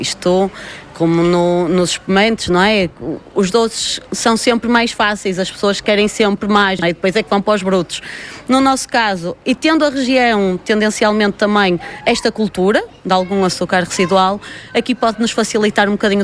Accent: Amarante, North, Portugal; nós somos de Vila Garcia

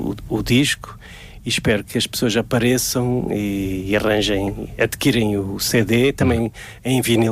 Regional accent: Mozambique; moved away; da minha terra, de Moçambique

